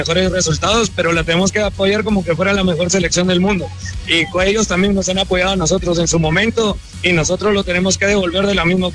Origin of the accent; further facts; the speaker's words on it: Guatemala; como guatemaltecos nos tenemos que apoyar